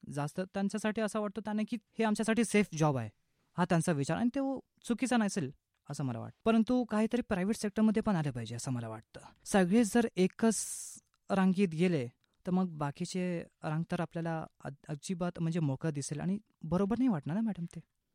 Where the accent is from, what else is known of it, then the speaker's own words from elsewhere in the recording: Pune, Maharashtra, India; also born or lived in Bihar / Aurangabad (Chhatrapati Sambhajinagar) / Ahmednagar; तसं तर मी पुण्यातला राहणारा आहे आणि माझं जन्मस्थान बिहार असून मी 5 वर्षाचा असताना पुण्यात राहतो आणि सध्या मी 23 वर्षाचा आहे।